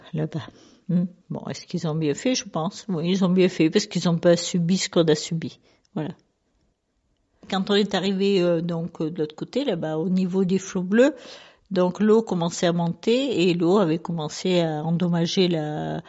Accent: Savines, Provence-Alpes-Côte d'Azur, France; born or raised there

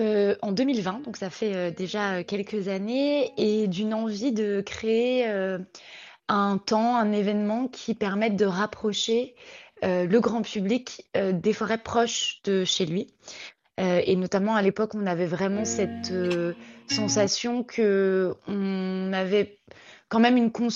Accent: Bourgogne-Franche-Comté, France; moi, j'ai grandi en Franche-Comté, donc dans une région très forestière. Donc, c'est vrai que les arbres font partie de mes paysages, on va dire, d'enfance. Après, bon, j'étais quand même urbaine hein, déjà à l'époque

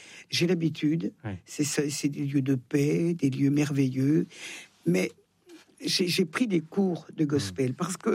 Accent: Thonon-les-Bains, Auvergne-Rhône-Alpes, France; J'ai des habitudes savoyardes. Mmh. Je suis plus savoyarde que française d'ailleurs. D'ailleurs, les Savoyards, on est français depuis 150 ans.

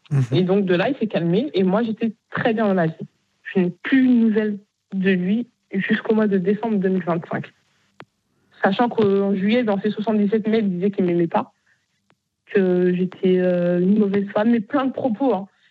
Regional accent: Bagneux, Île-de-France, France; Moi, je viens de Bagneux.

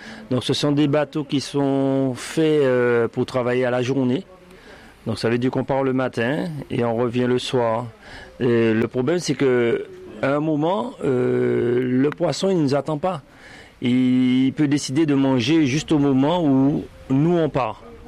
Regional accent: Le Vauclin, Martinique; Je suis du Vauclin. De la plus belle commune.

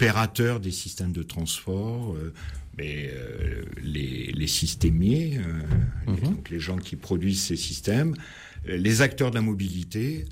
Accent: Valence, Auvergne-Rhône-Alpes, France; born there; Mais bon, les hasards de la vie ont fait que je suis revenu dans ma ville natale et à partir du moment où j'ai créé mon entreprise, j'étais un petit peu sédentarisé, on va dire.

